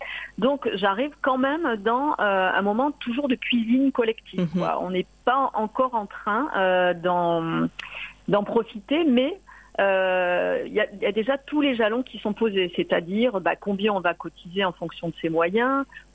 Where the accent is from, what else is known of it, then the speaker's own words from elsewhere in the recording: Marseille, Provence-Alpes-Côte d'Azur, France; parce que moi je viens de Marseille et donc on vient sur des très courtes périodes